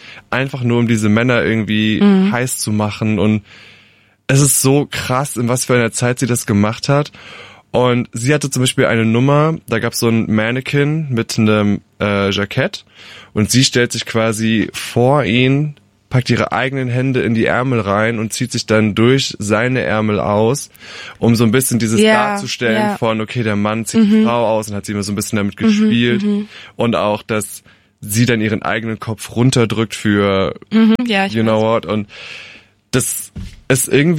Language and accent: German; Rhineland-Palatinate, Germany; Nähe Alzey.